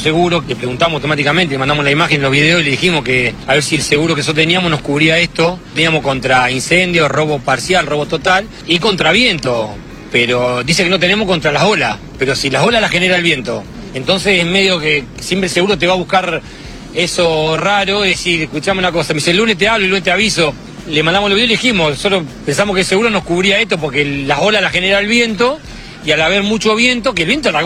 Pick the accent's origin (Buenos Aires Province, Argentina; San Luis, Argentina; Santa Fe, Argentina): Buenos Aires Province, Argentina; Monte Hermoso; born there; Yo soy nacido creo que en Montehermoso, he visto su estado, pero nunca vi algo así